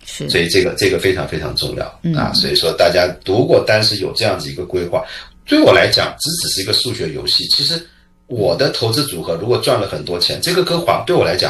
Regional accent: China; 我觉得有一个叫我们中国人的一个 index 是什么？

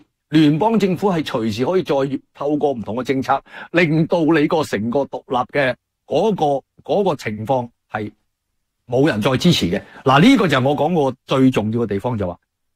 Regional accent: Canada

